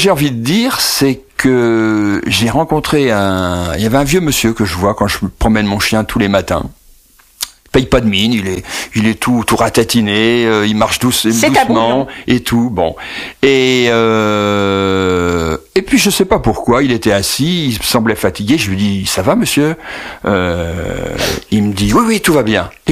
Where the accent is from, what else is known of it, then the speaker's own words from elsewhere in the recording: Nevers, Bourgogne-Franche-Comté, France; Je suis de Nevers de Cise, Sainte-Bernadette est là-bas, voilà.